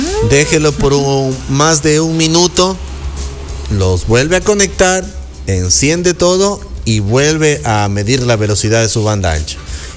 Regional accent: Ecuador; Pero como nosotros somos bien ecuatorianos

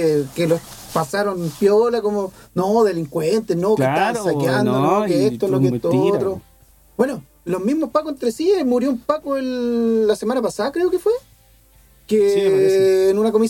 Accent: Chile

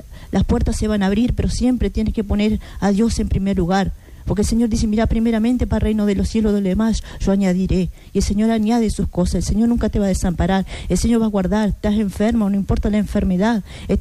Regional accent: Cerro Largo, Uruguay; moved away; Yo nomás que soy de Cerro Largo

